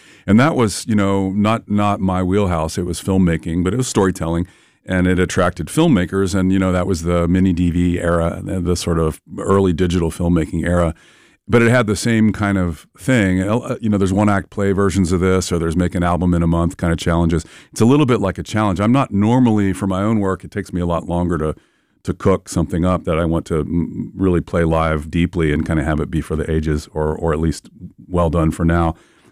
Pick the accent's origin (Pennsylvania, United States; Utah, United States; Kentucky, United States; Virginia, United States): Kentucky, United States; now in Madison, United States; I'm from Kentucky, if you haven't guessed that. Hmm. But I have lived here an awful long time. I'm a Wisco Kentuckian, I guess.